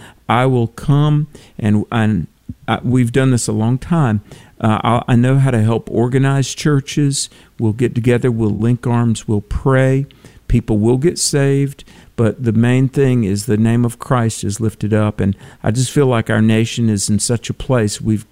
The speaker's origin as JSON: {"language": "English", "region": "Bible Belt", "country": "United States", "tie": "born or raised there", "said": "growing up in the Bible Belt, I always heard preachers say"}